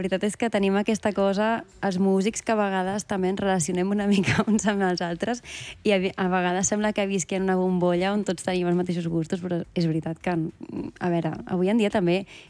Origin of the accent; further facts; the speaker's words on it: Barcelona, Catalonia, Spain; Sí, sóc de Barcelona, però ara, gràcies a la música, encara que sembli impossible, ara tinc una casa prou aïllada i puc tocar a casa.